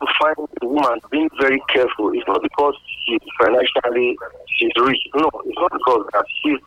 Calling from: Nigeria; I'm calling from Ekuma.

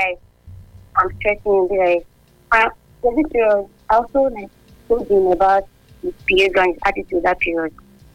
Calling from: Abuja, Federal Capital Territory, Nigeria; From Abuja.

